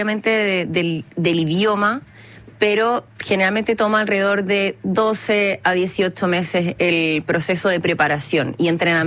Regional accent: Chile

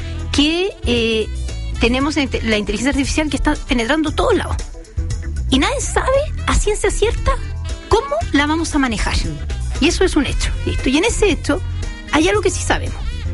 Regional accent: Chile; lo que nosotros como Chile somos de Arica a Punta Arenas

